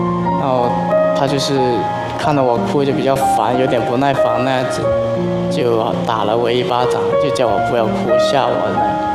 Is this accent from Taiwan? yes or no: no; Guangdong, China; 我来自广东